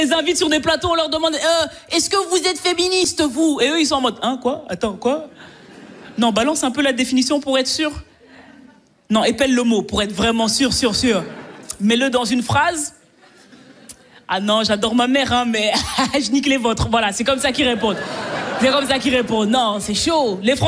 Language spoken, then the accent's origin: French; Belgium; 3 jours pour une Belge en France, c'est trop, les amis.